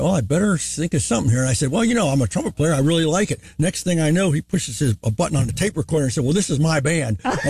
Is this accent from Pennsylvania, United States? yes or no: yes; Pennsylvania, United States; moved away as an adult; I'm also from Western Pennsylvania, go Steelers. And I came in 1970.